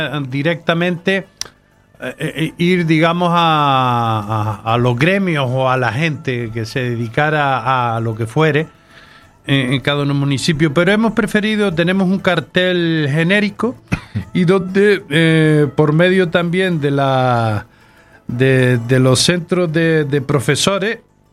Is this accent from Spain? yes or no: yes; Canary Islands, Spain; Y somos gente que somos de Galdar, de Las Palmas, de Telde, de Valsequillo, de Aruca